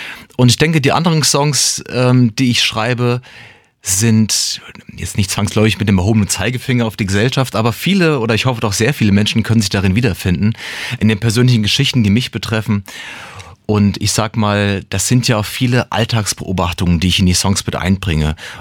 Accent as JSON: {"language": "German", "town": "Frankfurt am Main", "region": "Hesse", "country": "Germany", "tie": "born or raised there", "moved": "as an adult", "lives_now": "Mainz, Germany"}